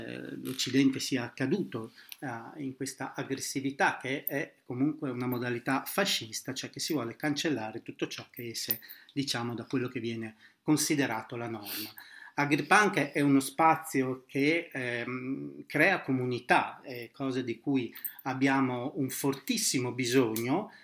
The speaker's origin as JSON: {"language": "Italian", "region": "Emilia-Romagna", "country": "Italy", "said": "Io vengo dall'Emilia Romagna"}